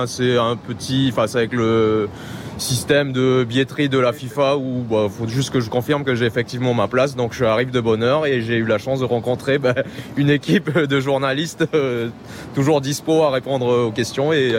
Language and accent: French; French Polynesia; On vient effectivement de Polynésie française, de Tahiti.